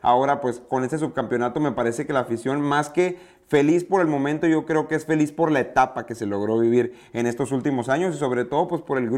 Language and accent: Spanish; Mexico; lo que nos toca como mexicanos